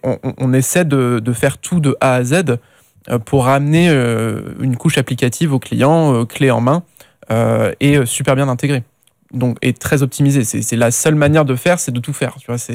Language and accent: French; France; il faut montrer son produit en tant que petit Français, en être fier et le porter avec son petit accent